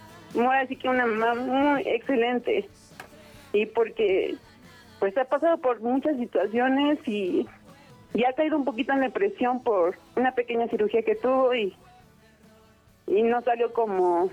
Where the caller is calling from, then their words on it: Chalco, State of Mexico, Mexico; De San Gregorio Coutzingo.